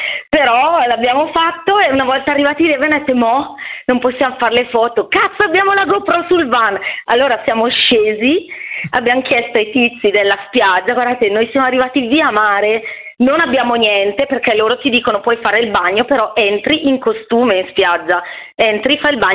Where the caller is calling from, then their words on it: Bergamo, Lombardy, Italy; Ok, ciao, sono da Bergamo.